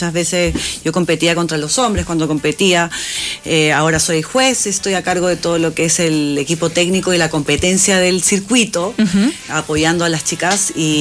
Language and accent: Spanish; Lima, Peru; moved away as an adult; now in La Serena, Chile; Soy de Lima.